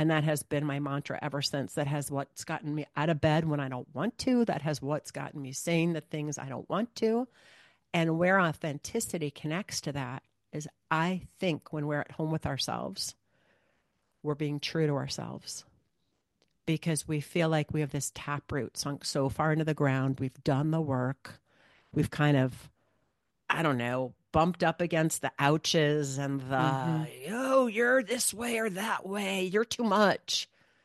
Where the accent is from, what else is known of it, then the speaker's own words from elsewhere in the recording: Midwest, United States; born there; also born or lived in Ohio; I grew up in Michigan and Ohio.